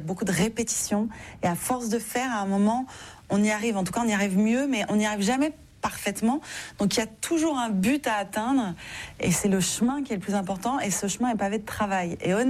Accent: Paris, Île-de-France, France; Oui, je suis née à Paris.

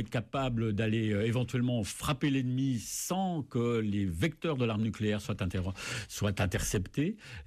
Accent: France; Alors, oui, faut faire attention, nous sommes français, donc on a une vision un peu des fois franco-française.

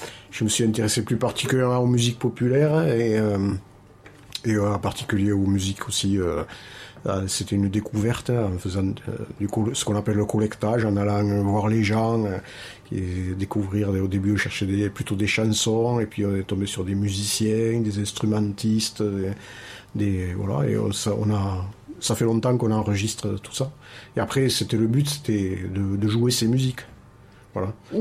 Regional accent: Toulouse, Occitanie, France; now in Cardaillac, France; natif de Toulouse.

